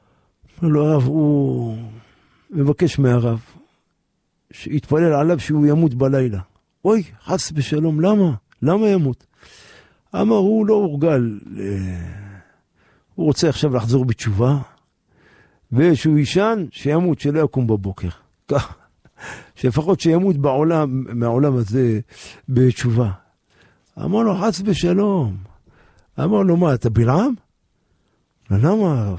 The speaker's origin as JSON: {"language": "Hebrew", "town": "Jerusalem", "region": "Jerusalem District", "country": "Israel", "tie": "born there", "said": "אני נולדתי בשכונת בוחרים, לכאן הגיעו הבוחרים, כן, ברוך השם, זכינו להיות מזרעם של המשדים"}